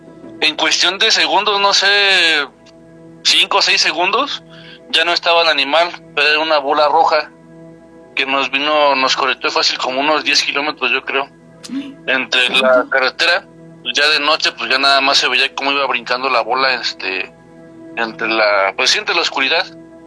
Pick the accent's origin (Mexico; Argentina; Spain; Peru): Mexico; Saltillo, Coahuila; now in El Marqués, Querétaro, Mexico; yo soy de Saltillo, Coahuila. Yo viví mucho tiempo ahí en Coahuila, y lo que es ahí en Parras y Ramos Arizpe